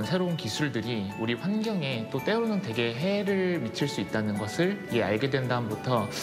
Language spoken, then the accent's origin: Korean; Daejeon, South Korea; 저는 카이스트 바로 옆에서 태어나서 자라왔습니다.